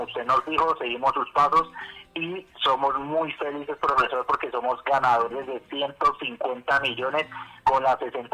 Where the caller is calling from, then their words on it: Santa Rosa de Osos, Antioquia, Colombia; De aquí, de Santa Rosa de Osos.